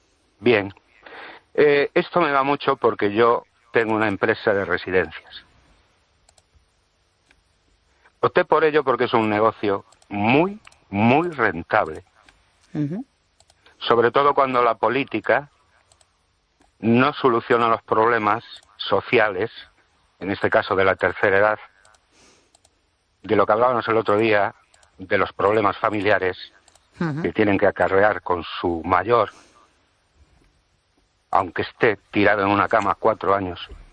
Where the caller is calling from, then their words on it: Ourense, Galicia, Spain; de Orense.